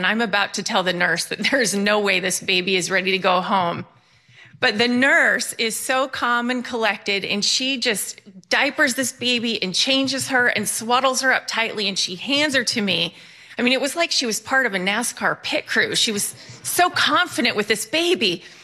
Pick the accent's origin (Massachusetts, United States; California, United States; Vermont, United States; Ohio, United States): Vermont, United States; Bennington; born there; now in Phoenix, United States